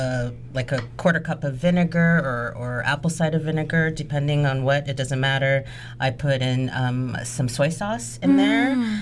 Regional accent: Toronto, Ontario, Canada; I was born in Canada, I was born in Toronto, you know, my parents are Jamaican immigrants, but I was raised in this country, so I was raised with other nationalities and stuff like that.

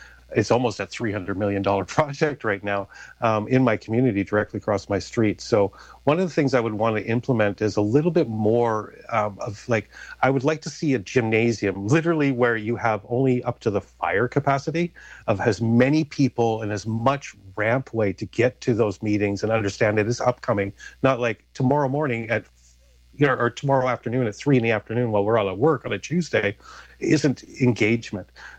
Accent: Burnaby, British Columbia, Canada; born there; as I was born here in Burnaby General.

